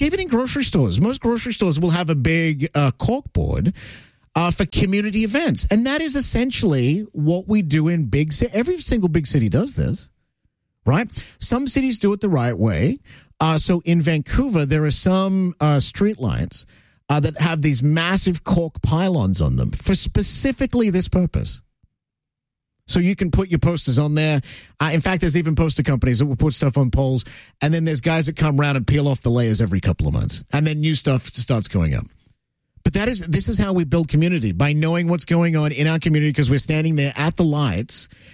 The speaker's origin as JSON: {"language": "English", "country": "Australia", "said": "And I'm Aussie, guys"}